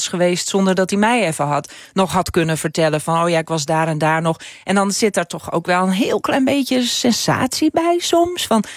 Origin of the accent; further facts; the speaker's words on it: Friesland, Netherlands; first language Frisian; Dutch is a second language; now in Ameland, Netherlands; Maar Fries is mijn moedertaal. Toen ik naar Ameland ben verhuisd, binnen no time was ik gewoon. Het Amelands had ik eigen gemaakt.